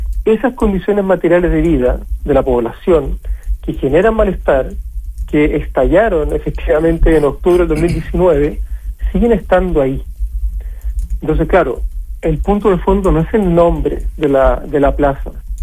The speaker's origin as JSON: {"language": "Spanish", "town": "Santiago", "region": "Santiago Metropolitan Region", "country": "Chile", "tie": "born or raised there", "moved": "as an adult", "said": "yo soy de Santiago, yo nací en Santiago y viví en Santiago hasta los 30 años."}